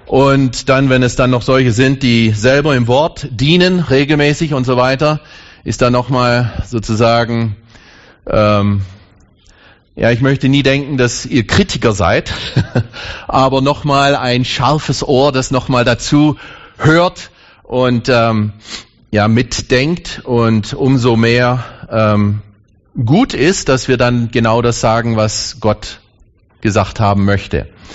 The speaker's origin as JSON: {"language": "German", "region": "Thuringia", "country": "Germany", "said": "Ich komme aus dem Thüringer Wald. Wer ist schon mal im Thüringer Wald gewesen hier?"}